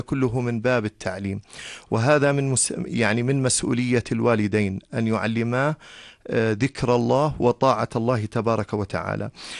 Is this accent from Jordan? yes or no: yes; Jordan; بلدنا الأردن الغالي على قلوبنا